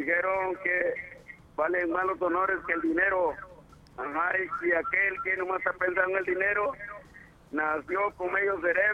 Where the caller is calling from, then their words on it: Tepalcingo, Morelos, Mexico; de Tepalcingo.